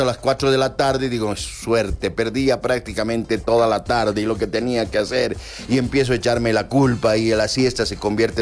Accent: Bolivia; todos somos bolivianos

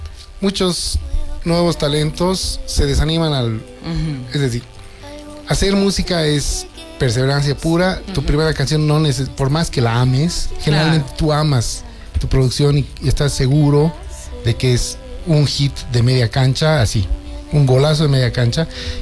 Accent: Oruro, Bolivia; now in La Paz, Bolivia; Yo soy orureño, pero yo me he venido a La Paz corriendo en los 90s, porque aquí es donde pasaba absolutamente todo, y sigue pasando absolutamente todo

